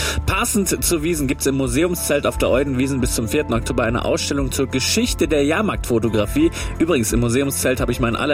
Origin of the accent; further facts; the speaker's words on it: France; Ich bin auch eine Französin.